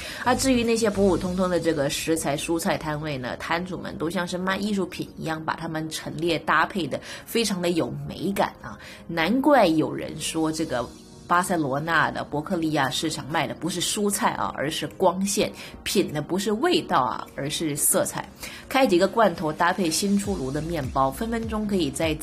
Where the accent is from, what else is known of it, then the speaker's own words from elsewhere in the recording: China; 让我回到了这个小的时候在中国那种菜市场的感觉